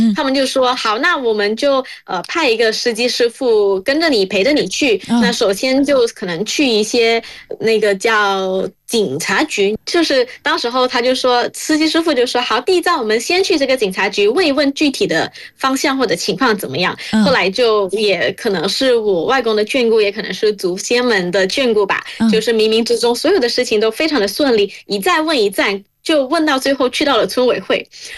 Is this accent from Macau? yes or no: no; Malaysia; 作为一个土生土长的马来西亚华人，我们对中华传统文化的感悟其实不能只用浓厚两个字来概括